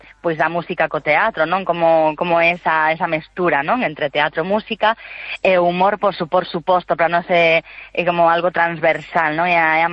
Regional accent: Buenos Aires, Argentina; also born or lived in Vigo; now in O Porriño, Spain; son de Buenos Aires, nací en Buenos Aires, pero viven en Vigo, e agora estamos as dúas afincadas no Porriño.

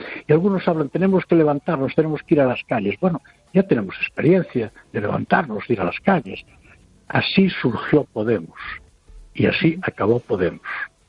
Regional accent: Noia, Galicia, Spain; Hola, buenas noches.

